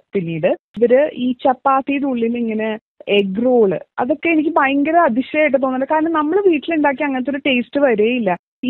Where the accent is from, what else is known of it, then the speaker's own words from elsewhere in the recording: Ernakulam, Kerala, India; ഞാൻ എറണാകുളം സ്വദേശിനിയാണ്.